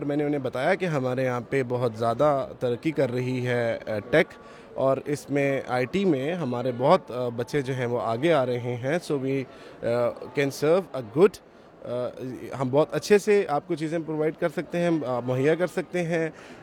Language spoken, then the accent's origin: Urdu; Lahore, Punjab, Pakistan; ہم لاہور سے آئے ہیں.